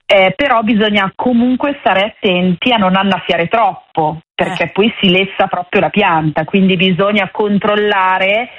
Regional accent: Parma, Emilia-Romagna, Italy; Poi qui a Parma, perché io sono di Parma

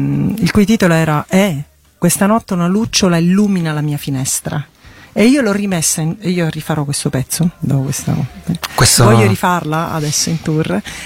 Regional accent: Sicily, Italy

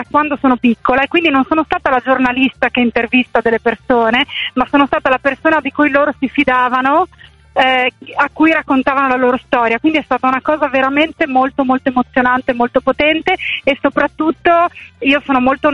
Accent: Gemona del Friuli, Friuli-Venezia Giulia, Italy; io sono originaria di Gemona del Friuli

